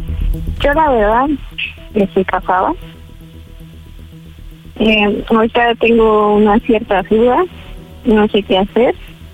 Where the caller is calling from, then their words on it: Nezahualcóyotl, State of Mexico, Mexico; Soy de Nesa